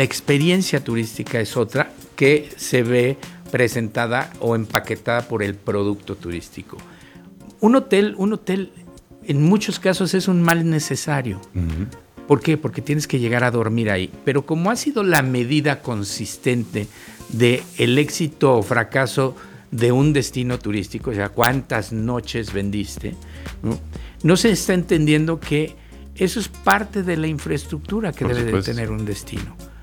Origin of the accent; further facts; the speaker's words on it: Mexico; A todo mundo se nos enchina la piel, y como mexicano te sientes orgulloso después de salir y verlo, ¿no?